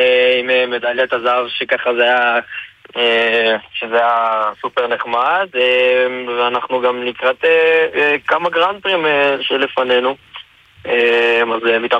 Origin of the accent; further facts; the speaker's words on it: Northern District, Israel; אני הפצעתי לפני 11 שנים, אני מרמת הגולן, שבוע לפני הבר מצווה ונפצעתי מחשמל